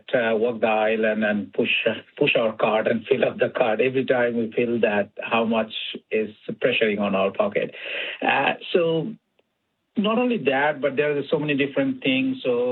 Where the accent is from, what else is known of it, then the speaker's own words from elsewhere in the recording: Canada; so that we can see, as a Canadian, we feel less stress when we buy food?